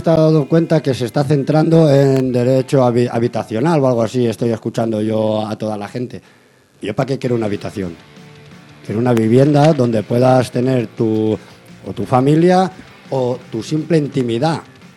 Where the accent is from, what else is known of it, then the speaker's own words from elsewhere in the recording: Valencia, Valencian Community, Spain; Yo soy de Valencia